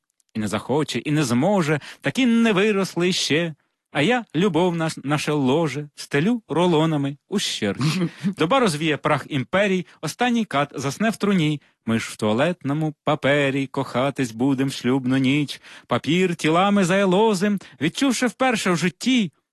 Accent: Mykolaiv Oblast, Ukraine; born there; Так як я народився на Миколаївщині, от, і це дуже край пістрявий стосовно різних племен, сарматів, скіфів, готів, гунів, там козаки потім і так далі.

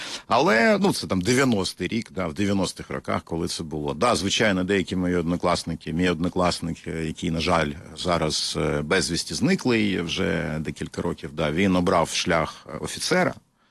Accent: Poltava, Poltava Oblast, Ukraine; я взагалі-то з Полтави.

